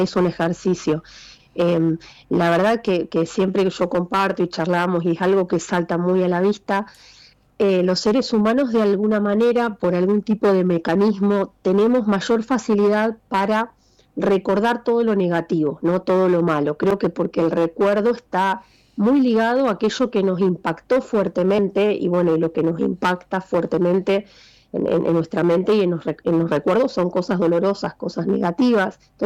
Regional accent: San Nicolás de los Arroyos, Buenos Aires Province, Argentina; yo soy de San Nicolás, provincia de Buenos Aires

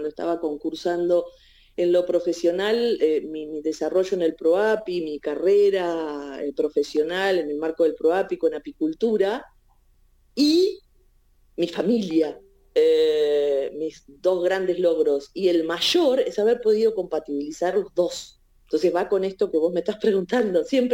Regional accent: Lobería, Buenos Aires Province, Argentina; moved away as an adult; now in Tandil, Argentina; yo soy de Lobería, los dos, mi marido y yo, los dos somos de Lobería, y cuando nació nuestro segundo hijo decidimos venirnos a Tandil, a un lugar donde familiarmente cero.

